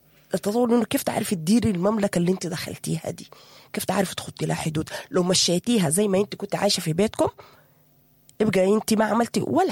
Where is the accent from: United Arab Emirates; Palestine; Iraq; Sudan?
Sudan; لكن احنا كمرأة سودانية خلاص اتزوجتي